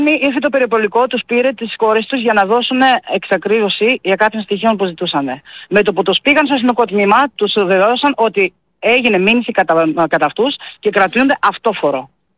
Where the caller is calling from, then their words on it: Greece; Και εγώ σαν Ελληνίδα που είμαι